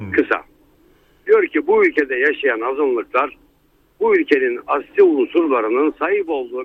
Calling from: Istanbul, Turkey; İstanbul'dan arıyorum.

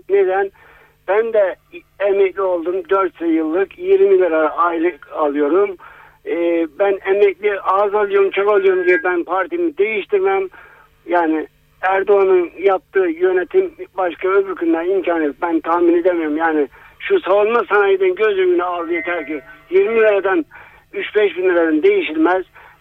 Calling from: Manisa, Turkey; ben Manisa'dan arıyorum.

